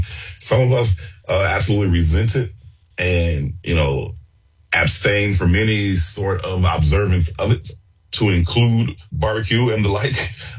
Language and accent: English; United States; born there; I am American, not just because I was born here, but it's actually how I feel. It's how I identify. I am an American. I don't view myself as not being American. I am American. I am Black American